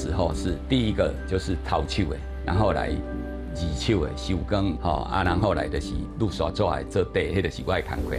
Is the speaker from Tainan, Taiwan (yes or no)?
yes; Tainan, Taiwan; 我1963年出生于这个台南，鹿耳门一带。因为我们家是从事赛演的工作嘛，我祖辈啊都是从事这一个盐工